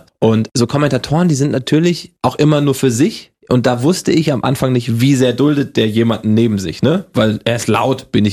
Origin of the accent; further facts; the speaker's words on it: Hesse, Germany; accent: Hessian; Das Hessisch abtrainieren, komme ich aus Hessen, da hatte ich so diesen Dialekt gleich drauf, der wurde mir abtrainiert. War auch gut so, aber ohne, dass ich jetzt meine hessischen Wurzel verliere.